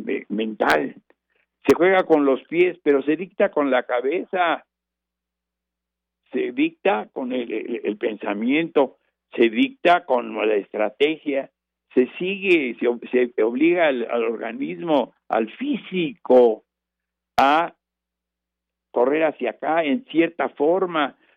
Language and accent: Spanish; Mexico